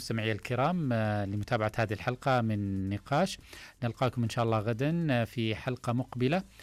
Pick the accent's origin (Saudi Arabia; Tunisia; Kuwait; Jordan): Saudi Arabia; لنا جميعا كسعودي